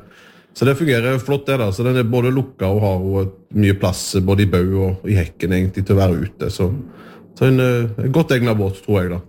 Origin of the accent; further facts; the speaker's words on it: Western Norway, Norway; så det jo fjorden ligger meg og som nært og som vestlending og ute på Haugalandet med å bruke den